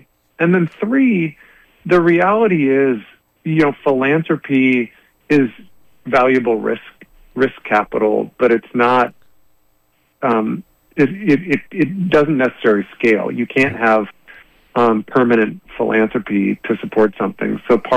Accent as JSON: {"language": "English", "town": "Port Angeles", "region": "Washington", "country": "United States", "tie": "born or raised there", "said": "I grew up in Port Angeles."}